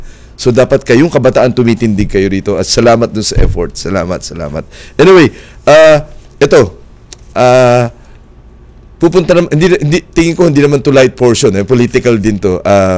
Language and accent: Tagalog; Pasig, Metro Manila, Philippines; sa amin sa Pasig